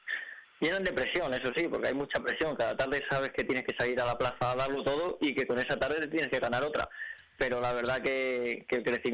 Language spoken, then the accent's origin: Spanish; Salamanca, Castile and León, Spain; me hubiera encantado haber estado anunciado en mi casa, en mi tierra, delante de toda mi gente, porque al final Salamanca es donde vivo